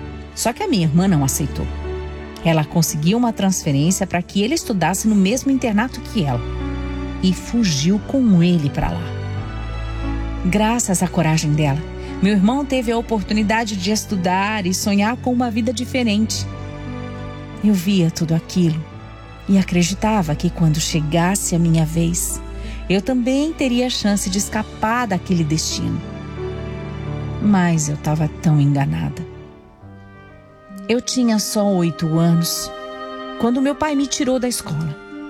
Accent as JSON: {"language": "Portuguese", "country": "Mozambique", "tie": "born there", "said": "Eu nasci em Moçambique, um país muito diferente do Brasil em muitos aspectos"}